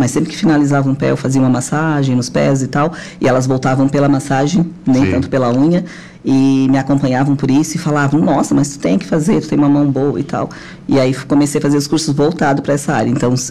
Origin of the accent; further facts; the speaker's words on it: Araranguá, Santa Catarina, Brazil; also born or lived in Gravataí, Rio Grande do Sul; E desde então, sempre morei aqui, assim, me considero uma catarinense. Sou gaúcha, mas me considero uma catarinense.